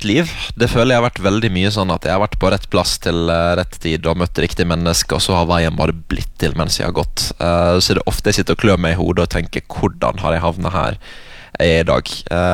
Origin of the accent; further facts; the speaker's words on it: Western Norway, Norway; moved away as an adult; also born or lived in United States / Philippines; jeg er vestlending, jeg vil ha 15 grader og litt regn